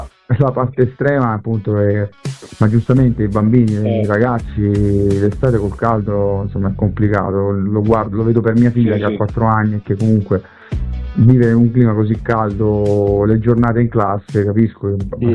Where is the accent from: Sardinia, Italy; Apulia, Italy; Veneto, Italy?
Apulia, Italy; moved away; sì, parlo da pugliese io, no? Sì. Questa cosa non la vivo ormai da tantissimi anni, però quando ero ragazzo, no, che vivevo in Puglia